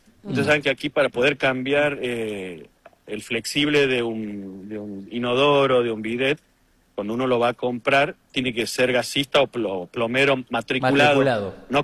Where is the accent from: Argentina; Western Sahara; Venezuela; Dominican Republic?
Argentina; Me siento argentino y festejo los logros argentinos.